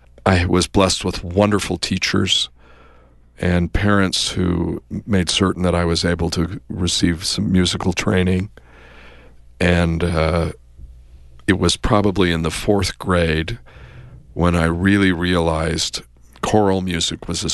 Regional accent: Millville, Utah, United States; I am from Cache Valley, where I've returned to. I grew up in a tiny little town called Millville, just south of Logan, graduated from Utah State.

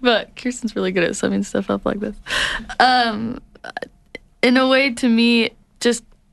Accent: Salt Lake City, Utah, United States; moved away as an adult; pretty easy growing up in Salt Lake City

